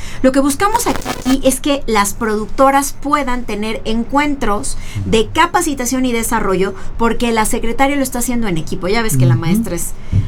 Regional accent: Puebla, Mexico; nosotros como poblanos hagamos ese esfuerzo por consumir el producto local.

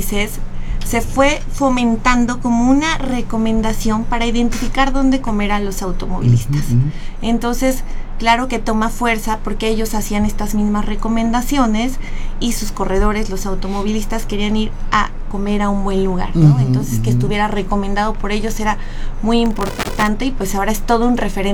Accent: Puebla, Mexico; Claro, nosotros hemos como poblanos, uh-huh, ya visitado muchos

